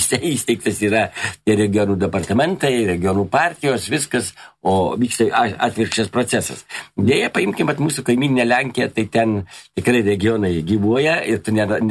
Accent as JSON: {"language": "Lithuanian", "town": "Vilnius", "region": "Vilnius County", "country": "Lithuania", "said": "Ir aš va kartais jaunimas lyg tai nenori pasakyti, kad yra iš provincijos, aš vilnietis."}